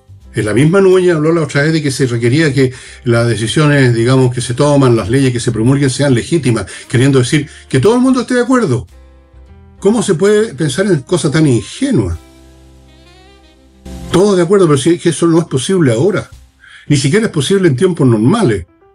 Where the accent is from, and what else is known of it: Chile